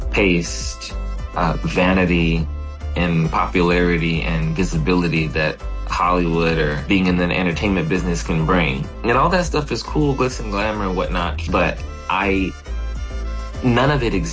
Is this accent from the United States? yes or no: no; Jamaica; You know, as a Jamaican, as a West Indian, even reggae, you know, in reggae tone, you know.